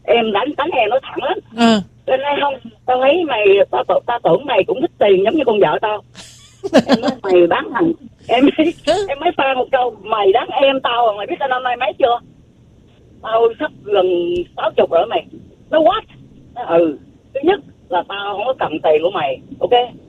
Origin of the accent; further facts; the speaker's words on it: United States; Thật sự là em lớn lên ở Mỹ. Và nghĩa là em qua đây lâu rồi, gia đình em qua lâu rồi.